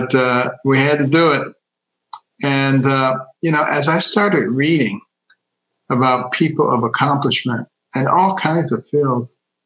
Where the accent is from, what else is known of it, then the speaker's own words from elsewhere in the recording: Detroit, Michigan, United States; also born or lived in Boston, United States; I grew up in Detroit.